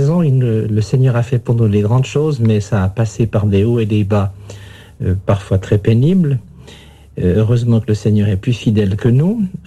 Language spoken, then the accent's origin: French; Yverdon-les-Bains, Vaud, Switzerland; born there; j'ai 57 ans. Je suis né à Yverdon, une petite localité au bord du lac de Neuchâtel, en Suisse romande.